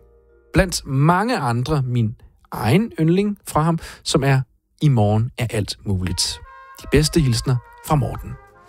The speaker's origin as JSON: {"language": "Danish", "town": "Herning", "region": "Central Denmark Region", "country": "Denmark", "said": "Jeg er jo faktisk fra Herning og har eddermame været meget på Formaten."}